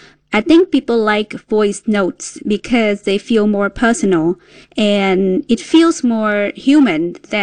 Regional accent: Vietnam; moved away; I'm originally from Vietnam.

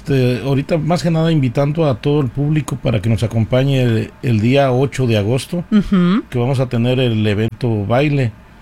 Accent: Santa María Tindú, Oaxaca, Mexico; Somos de Santa María Tindú.

